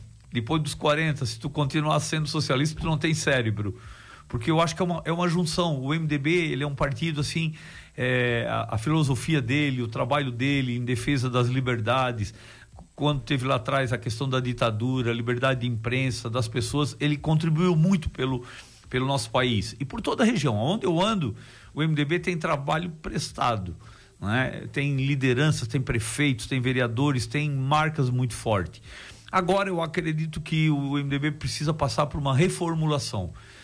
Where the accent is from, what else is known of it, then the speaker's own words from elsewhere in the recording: Timbé do Sul, Santa Catarina, Brazil; moved away as an adult; also born or lived in Turvo; Eu tenho 58 anos, sou natural de Timbé do Sul, lá na divisa, a 285, que sobe a serra, faz a divisa com o Rio Grande do Sul, Timbé, uma cidade pequena, 5 mil habitantes, mas é a cidade de trabalho.